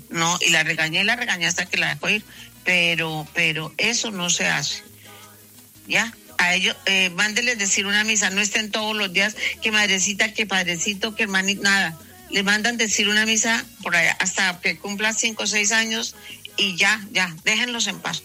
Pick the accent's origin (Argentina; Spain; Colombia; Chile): Colombia; moved away; Ya no estoy allá, pero yo sigo siendo colombiana, hasta que me muera, hasta que esté en mi otra vida, seguiré siendo colombiana porque yo soy colombiana.